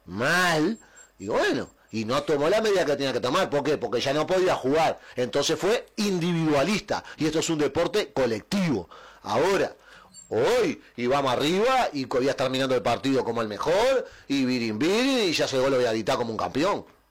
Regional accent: Uruguay

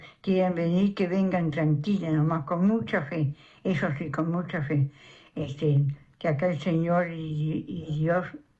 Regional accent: Salto, Uruguay; Sí, de acá de Salto, soy de acá de Salto, sí.

